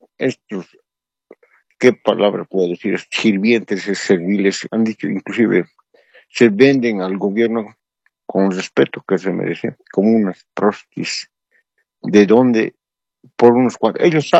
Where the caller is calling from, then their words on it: Cochabamba, Bolivia; le hablo de Cochabamba